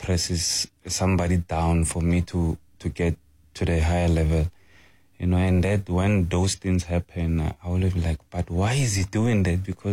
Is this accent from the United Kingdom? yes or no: no; Limpopo, South Africa; moved away; I would always like trace it back to where I'm from. You know, I'm from Rampahlele